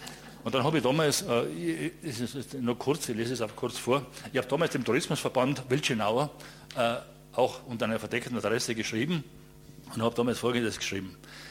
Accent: Tyrol, Austria; bei mir in meiner Heimatgemeinde in Reitemalbachtal ist der kommerzialisierte Almabtrieb erfunden worden.

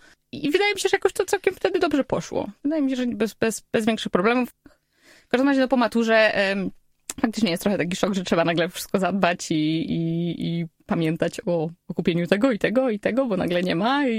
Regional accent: Warsaw, Masovian Voivodeship, Poland; ona z Lublina, ja z Warszawy, no i pojechałyśmy w tą podróż razem

